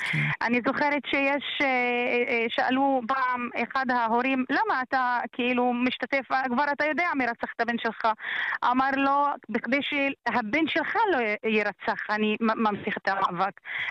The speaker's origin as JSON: {"language": "Hebrew", "town": "Shefa-'Amr", "region": "Northern District", "country": "Israel", "said": "כאילו כולם, כל האנשים, גם אנחנו, אני משפרעם, אני שכינה."}